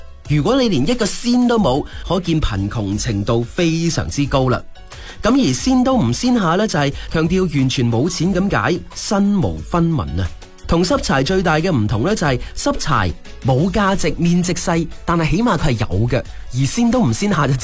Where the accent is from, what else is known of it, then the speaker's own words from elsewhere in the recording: Guangdong, China; 我哋广东人面对困难嗰阵刻入基因里面嘅生存智慧